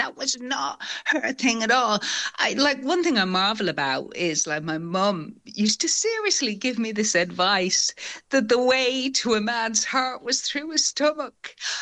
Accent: Ireland; also born or lived in Manchester; My mum was like, came from quite a poor background in Mayo, and she immigrated to Manchester in the 1950s, which is actually where I was born, in the 60s. And then we grew up in Ireland eventually.

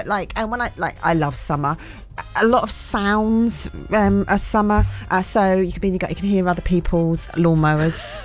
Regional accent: England, United Kingdom; because we are quintessentially English.

